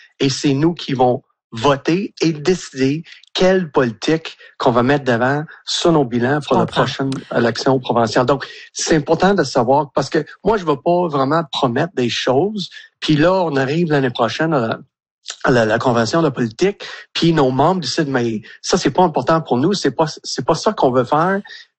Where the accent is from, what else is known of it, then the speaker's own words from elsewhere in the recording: Petit-Cadillac, Quebec, Canada; Puis moi, je suis natif de Petit-Cadillac, puis même dans les années 70-80, un petit village de 15-16 personnes, on avait une piscine municipale.